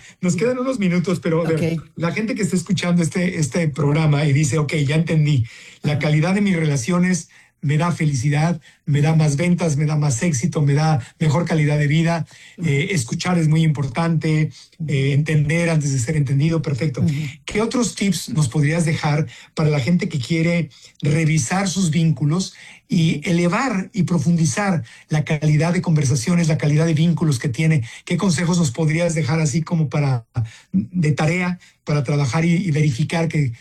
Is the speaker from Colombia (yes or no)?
no; Acapulco, Guerrero, Mexico; born or raised there